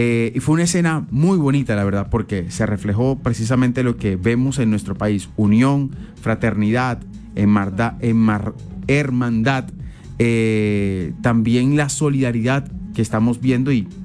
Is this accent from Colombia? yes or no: yes; Colombia; Yo creo que es algo que, hombre, nos llena de orgullo como colombianos.